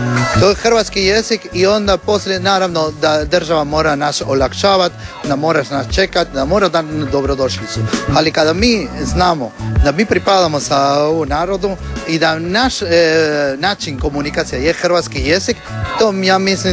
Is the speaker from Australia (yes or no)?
no; Argentina; Croatian is a second language; Ja sam odrastao u Argentini, ali ja sam uvijek imao ovo pitanje. Otkud sam ja?